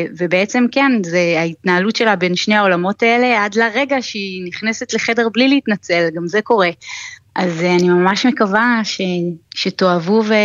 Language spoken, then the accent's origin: Hebrew; Ramat Gan, Tel Aviv District, Israel; אני במקרה גדלתי ברמת גן, עיר הבירה של העיראקים בארץ.